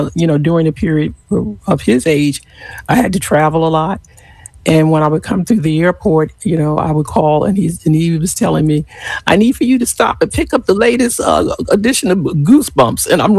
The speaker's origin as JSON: {"language": "English", "region": "New York", "country": "United States", "tie": "born or raised there", "said": "and I'm New York born, so I was born in New York."}